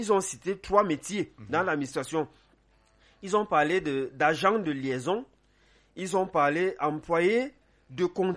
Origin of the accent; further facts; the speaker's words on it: Cameroon; chez nous au Cameroun.